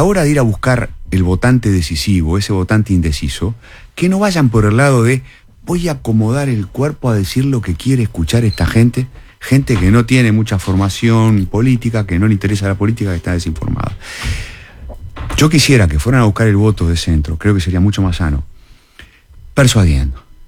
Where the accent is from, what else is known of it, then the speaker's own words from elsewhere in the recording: Uruguay; yo me crié en el Uruguay post dictadura políticamente